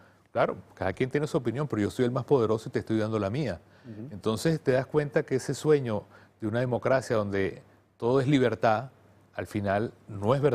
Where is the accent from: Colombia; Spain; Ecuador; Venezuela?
Venezuela; mi país, Venezuela